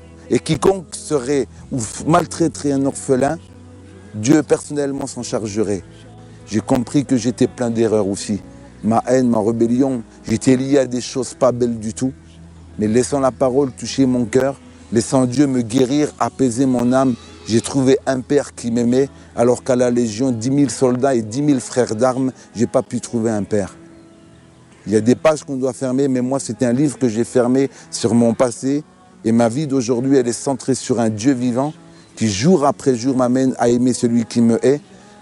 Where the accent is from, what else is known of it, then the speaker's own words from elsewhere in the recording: Algeria; Moi, en tant qu'Algérien, je voulais être un homme fort. Avec ma religion musulmane, je pensais être quelqu'un de capable.